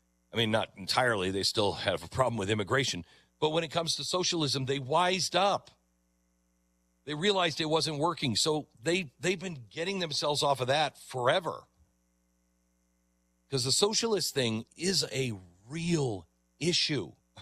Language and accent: English; Kentucky, United States